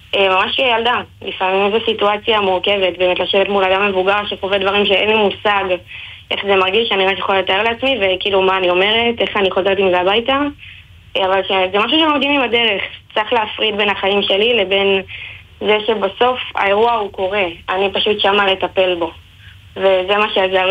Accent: Ashdod, Southern District, Israel; אני מאשדוד, אנחנו בסניף אשדוד עובדים

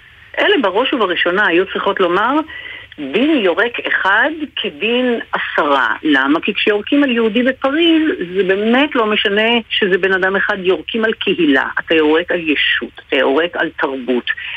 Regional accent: Jerusalem, Jerusalem District, Israel; אני נולדתי בשנות ה-60 בירושלים.

